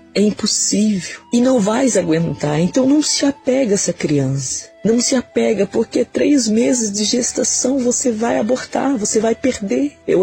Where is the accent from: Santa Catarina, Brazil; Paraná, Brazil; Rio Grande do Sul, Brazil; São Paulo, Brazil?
Santa Catarina, Brazil; Bombinhas; sou da cidade de Bombinhas.